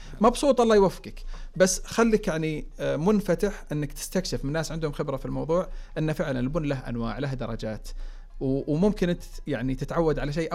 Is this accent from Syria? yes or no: no; Saudi Arabia; نستهلكه كسعوديين